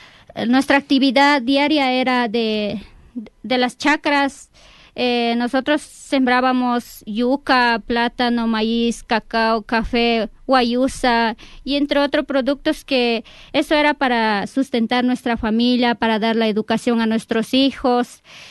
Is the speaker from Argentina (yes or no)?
no; Carlos Julio Arosemena Tola, Napo, Ecuador; Yo vengo desde la provincia de Napo, ubicado en Cantón Julio Arosemena Tola.